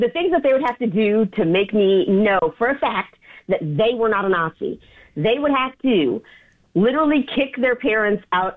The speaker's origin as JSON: {"language": "English", "region": "the South", "country": "United States", "tie": "born or raised there", "said": "growing up in the South with Republican family."}